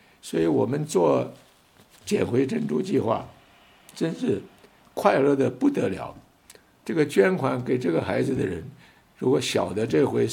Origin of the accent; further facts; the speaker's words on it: China; 我们中国